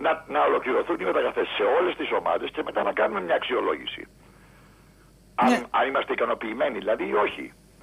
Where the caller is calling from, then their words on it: Peristeri, Attica, Greece; είμαι από Περιστέρι.